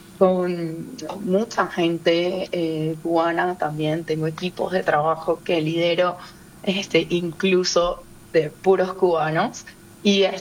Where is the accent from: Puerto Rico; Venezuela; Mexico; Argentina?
Venezuela; moved away as an adult; also born or lived in Guri, Venezuela; now in Uruguay; Yo soy 100% caribeña, yo extraño muchísimo la playa, el calor, el sol. Si bien nací en Guri, que es un estado frontera con Brasil, me crié en una zona costera, literalmente la playa, el mar Caribe estaba a 5 minutos de la casa de mi abuela